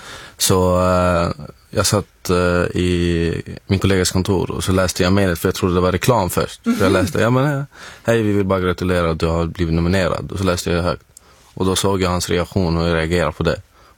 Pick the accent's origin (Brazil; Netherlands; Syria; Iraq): Syria; now in Sweden; efter det så träffade jag min advokat och sen förklarade att det här baseras på hur situationen är i mitt hemland i Syrien.